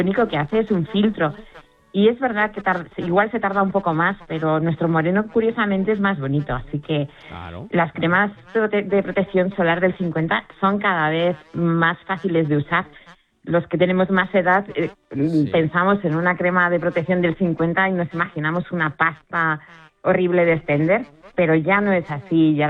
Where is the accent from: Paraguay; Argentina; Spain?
Spain; Pues mira, lo que pasa es que somos españoles, entonces la mañana pues empieza tarde para nosotros